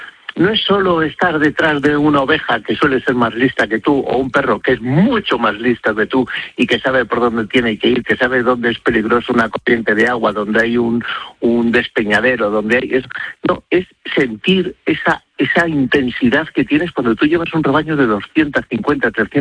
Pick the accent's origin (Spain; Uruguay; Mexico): Spain; Castile and León; also born or lived in Madrid; ¿cómo no lo voy a conocer si es mi tierra? Si es que yo me crié tirando cantos a los del Polo de Arriba, a los de Navasequilla, y los de la Lastra me tiraban cantos a mí